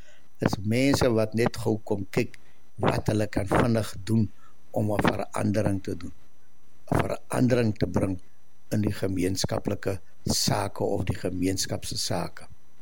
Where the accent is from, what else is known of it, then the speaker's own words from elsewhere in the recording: Karoo, South Africa; daar in die Karoo waar ek groot geword